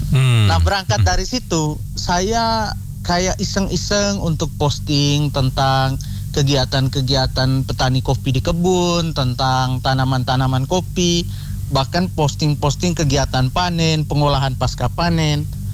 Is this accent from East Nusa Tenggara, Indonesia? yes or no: yes; East Nusa Tenggara, Indonesia; born there; moved away as an adult; saya kembali ke desa saya di Manggarai Timur, tepatnya di Desa Colol. Nah, di sana saya karena juga anak seorang petani dan juga punya kebun kopi